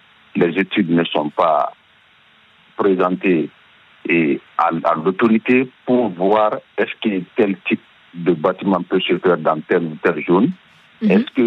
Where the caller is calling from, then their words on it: Guinea; Et l'effondrement des immeubles actuellement chez nous en Guinée nous inquiète beaucoup.